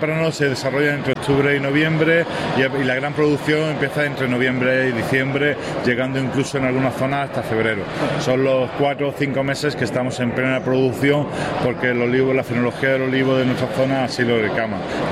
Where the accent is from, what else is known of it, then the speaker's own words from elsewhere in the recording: Andalusia, Spain; conozcáis nuestra provincia. Nuestra provincia es un mar de aceite, es un mar de olivos y además tiene ciudades patrimonio de la humanidad como Úbeda y Baeza. Tenemos una catedral en Jaén que es una maravilla